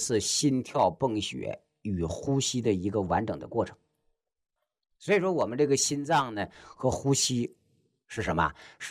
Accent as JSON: {"language": "Chinese", "country": "China", "said": "你看我们中国人喜欢用个词儿叫什么，叫气绝身亡。"}